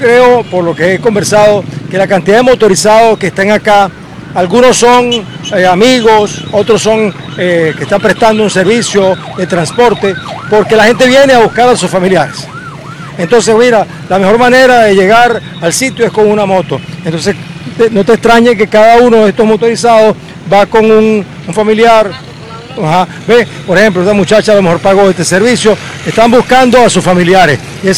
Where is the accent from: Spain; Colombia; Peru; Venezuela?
Venezuela; las venezolanas y venezolanos estamos actuando en un momento de crisis.